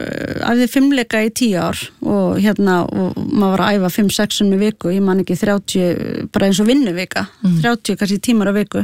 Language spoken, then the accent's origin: Icelandic; Reykjavík, Capital Region, Iceland; also born or lived in Sweden; ég fæddist í Reykjavík og svo alinn upp í, hérna, í Svíþjóð frá 2 til 6 ára